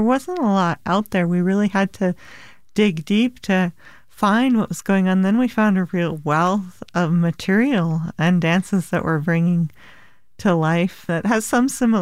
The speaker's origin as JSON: {"language": "English", "region": "New Hampshire", "country": "United States", "tie": "born or raised there", "said": "I grew up in New Hampshire, and there was a lot of contra dance music and Irish music."}